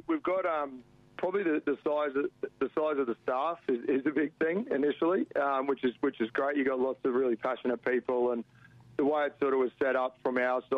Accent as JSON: {"language": "English", "region": "Queensland", "country": "Australia", "also_born_or_lived": "Portugal / New Zealand", "moved": "yes", "said": "Yeah, I'm initially from Queensland, and then I spent a long time overseas. I was in Portugal for 8 years, in New Zealand for a couple"}